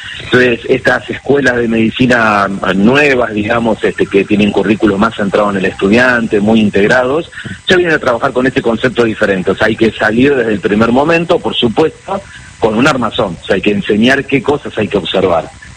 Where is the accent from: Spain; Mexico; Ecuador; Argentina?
Argentina; Buenos Aires Province; moved away; Yo nací en Capital, viví siempre en el conurbano bonaerense